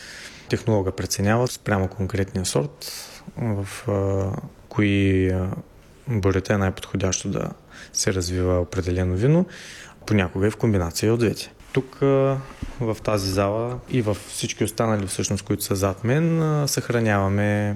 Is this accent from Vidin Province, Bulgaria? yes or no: no; Silistra, Silistra Province, Bulgaria; also born or lived in Sofia; Аз специално съм завършил езикова гимназия в родния ми град Силистра, след това администрация и менеджмент в София